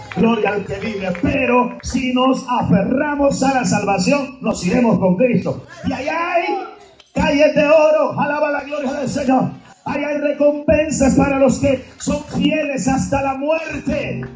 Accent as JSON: {"language": "Spanish", "country": "Guatemala", "said": "ya, hermano, no sé ni de dónde soy. Yo estoy revuelto con hondureños, cubanos. Yo sigo diciendo que soy de Guatemala, pues ya no se me oye igual, hermano."}